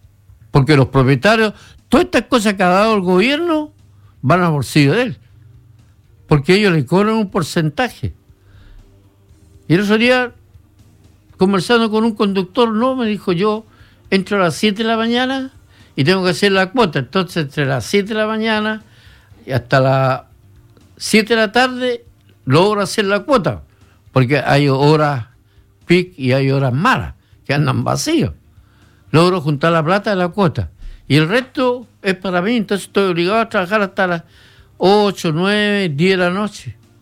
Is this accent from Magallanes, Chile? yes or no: no; Iquique, Tarapacá, Chile; Yo vuelvo a recalcar, yo soy iquiqueño, amo mi ciudad.